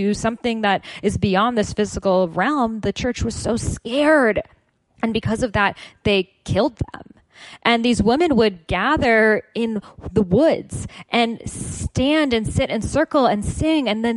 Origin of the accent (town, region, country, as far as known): Boston, Massachusetts, United States; born or raised there